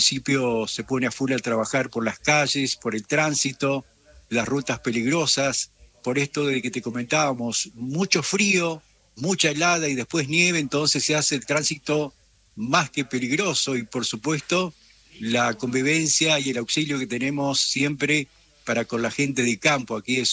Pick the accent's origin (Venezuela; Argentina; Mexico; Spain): Argentina; Río Mayo, Chubut; Sí, puedo decir que sí. Sí, no soy nacido acá, pero toda la vida aquí en nuestro lugar